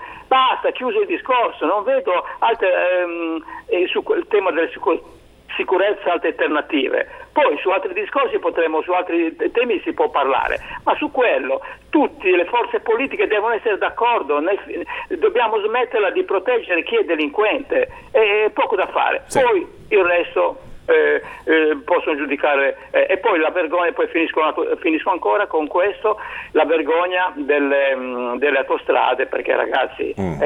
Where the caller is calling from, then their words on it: Albenga, Liguria, Italy; Io sono di Albenga, no? Sono di Albenga.